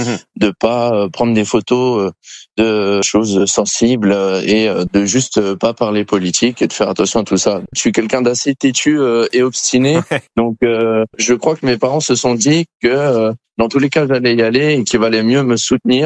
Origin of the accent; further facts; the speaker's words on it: France; je suis français